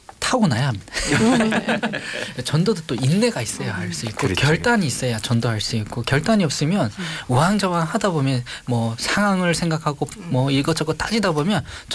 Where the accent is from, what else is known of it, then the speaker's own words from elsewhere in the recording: North Korea; now in South Korea; 제가 어떤 사람이냐면 탈북자입니다.